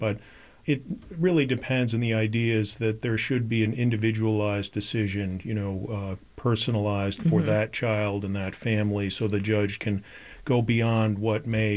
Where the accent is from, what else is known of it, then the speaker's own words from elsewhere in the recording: Connecticut, United States; here in my home state